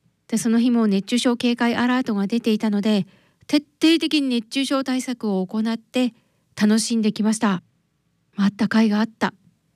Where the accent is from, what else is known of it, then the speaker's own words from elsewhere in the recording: Ishikawa, Japan; こうやって自分の生まれ育った町のお祭りに参加するっていうのもいいなと改めて思いました。